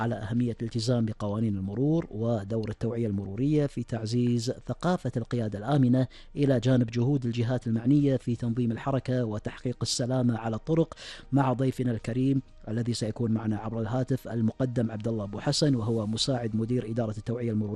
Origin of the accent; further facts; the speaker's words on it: Kuwait; إحنا كمجتمع كويتي